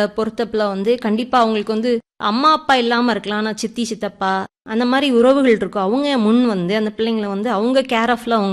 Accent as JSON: {"language": "Tamil", "town": "Santhapuram", "region": "Tamil Nadu", "country": "India", "tie": "born or raised there", "also_born_or_lived": "Chennai", "said": "என்னோட சொந்த ஊர் வந்து சாந்தபுரம், ஆசாரி பள்ளத்துல இருந்து ஒரு 4 கிலோமீட்டர்ஸ்குள்ள இருக்குது. ஸ்கூலிங்லாம் நான் ஊர்ல தான் படிச்சேன், பிரைமரி இதெல்லாம்."}